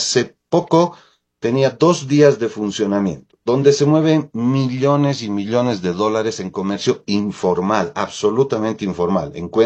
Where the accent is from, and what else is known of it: Bolivia